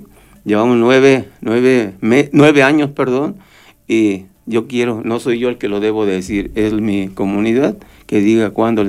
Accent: Amatitlán, Veracruz, Mexico; No es nada más Amatitlán, ¿eh? Pero yo me tengo que especificar en mi comunidad, en mi pueblo.

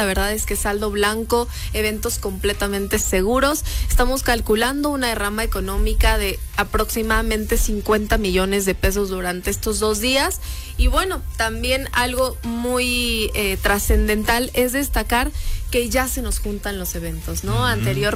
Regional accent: Puebla, Mexico; para nosotros como poblanos

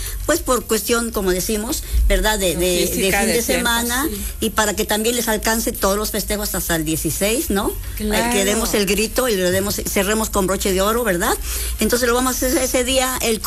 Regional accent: Chiapas, Mexico; now in Puebla, Mexico

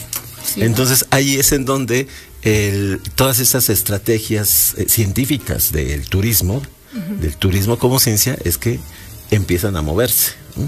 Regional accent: Puebla, Mexico

